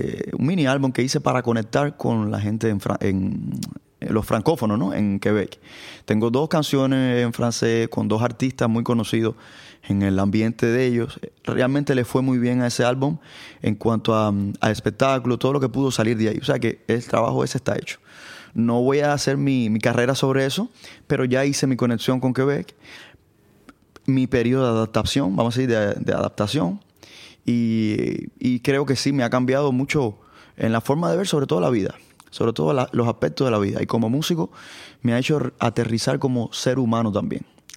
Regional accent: Cuba; moved away as an adult; now in Montreal, Canada

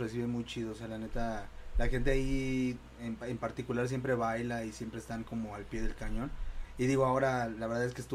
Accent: Mexico City, Mexico; nosotros dos somos de San Juan

